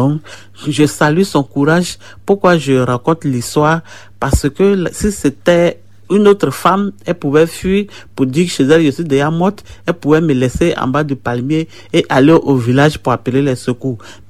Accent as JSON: {"language": "French", "country": "Côte d’Ivoire", "tie": "born or raised there", "moved": "yes", "said": "Je viens de la Côte d'Ivoire. J'ai 39 ans."}